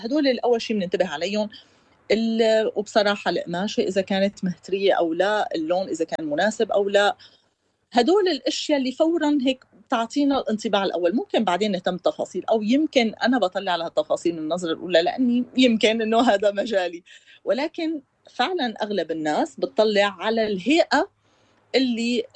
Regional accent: Syria; صراحة سألت على الموضوع لأني أكيد بهمني

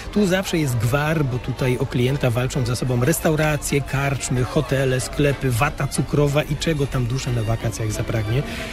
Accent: Silesian Voivodeship, Poland; born or raised there

